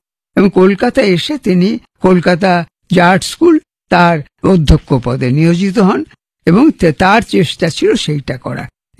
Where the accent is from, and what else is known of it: Kolkata, West Bengal, India